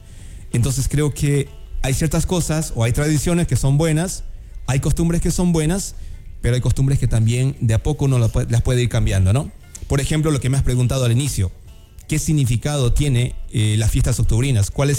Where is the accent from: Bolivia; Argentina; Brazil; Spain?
Bolivia; now in Ecuador; vengo de Bolivia, ¿no? Que es un país incluso más subdesarrollado que Ecuador.